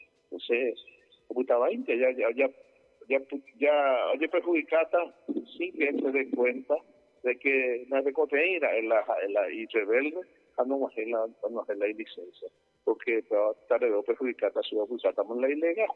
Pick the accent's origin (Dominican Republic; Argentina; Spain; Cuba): Argentina; No, no es porque somos argentinos y perseguimos a nadie